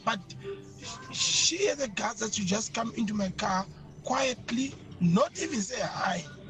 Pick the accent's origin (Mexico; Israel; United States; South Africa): South Africa; George, Western Cape; Morning, team. … from George.